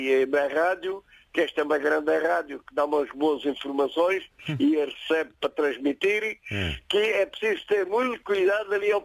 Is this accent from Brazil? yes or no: no; Ponte de Sor, Alentejo, Portugal; now in Torre das Vargens, Portugal; porque propriamente sou natural de Pontessor, mas onde tenho a minha vivenda e as minhas coisas é na Torre das Vargens.